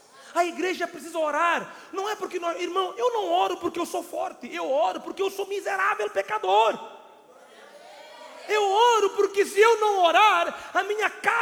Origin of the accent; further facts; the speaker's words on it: Mozambique; Há uns anos, foi um pastor em minha terra, Moçambique. E ele era do Rio de Janeiro. Esse pastor chegou na minha terra